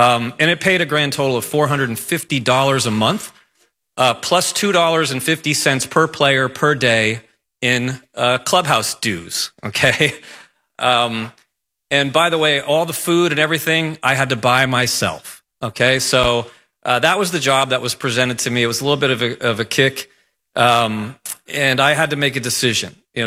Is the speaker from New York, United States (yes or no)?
no; New Haven, Connecticut, United States; moved away as an adult; my hometown of New Haven, Connecticut